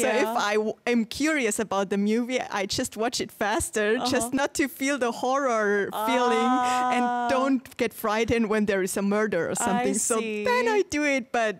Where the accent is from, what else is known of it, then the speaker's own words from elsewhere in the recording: France; now in South Korea; from France, and I've been living in Korea for 2 years.